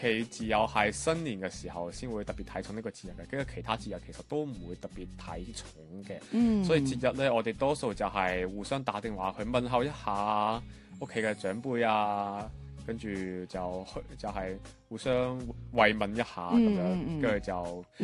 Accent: Macau; Hello， 大家好，

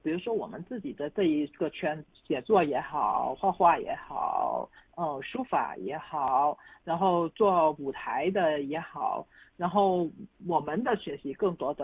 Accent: Guangdong, China; 我们广东人

